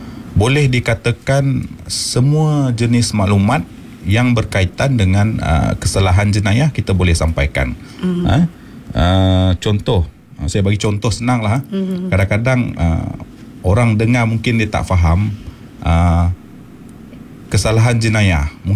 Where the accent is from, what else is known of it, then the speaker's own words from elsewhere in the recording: Betong, Sarawak, Malaysia; Kami berasal daripada Betong Sarawak lah.